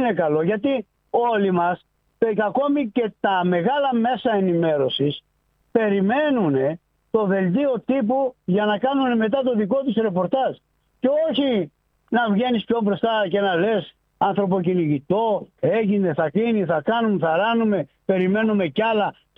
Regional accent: Greece; μας ενοχλεί σαν Έλληνες.

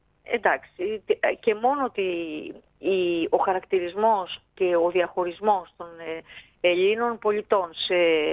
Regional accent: Vathy, North Aegean, Greece; εγώ είμαι από το Βαθύ.

